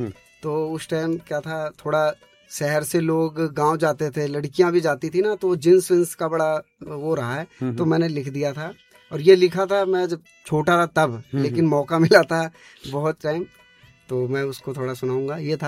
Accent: Uttar Pradesh, India; moved away; मैं ज्यादातर जैसे यूपी से बिलोंग करा

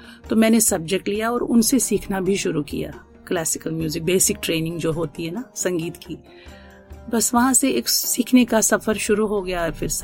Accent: Pampore, Jammu and Kashmir, India; मैं बेसिकली कश्मीर से हूँ … शादी से पहले, और कश्मीर में थी। कश्मीर में एक छोटी सी जगह है श्रीनगर से कुछ ही किलोमीटर

